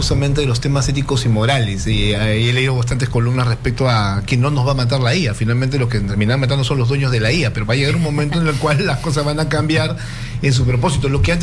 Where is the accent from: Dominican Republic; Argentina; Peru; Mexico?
Peru; nosotros como peruanos estamos muy alejados de lo que el mundo, digamos, en este momento está desarrollando